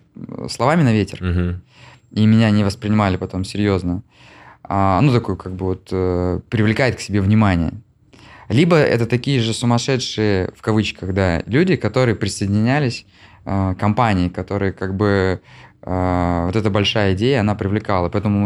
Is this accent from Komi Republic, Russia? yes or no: yes; Syktyvkar, Komi Republic, Russia; Я вырос в Сыктывкаре.